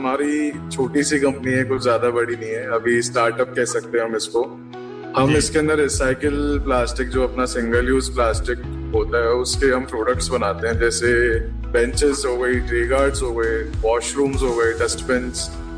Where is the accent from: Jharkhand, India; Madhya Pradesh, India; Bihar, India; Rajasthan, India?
Rajasthan, India; Jaipur; मैं जयपुर से बिलोंग करता हूँ।